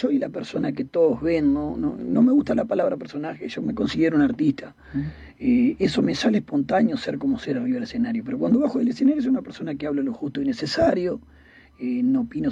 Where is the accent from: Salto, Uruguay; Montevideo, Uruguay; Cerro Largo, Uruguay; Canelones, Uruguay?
Salto, Uruguay; born there; also born or lived in Constitución; Nací en la ciudad de Salto, y acá en Uruguay.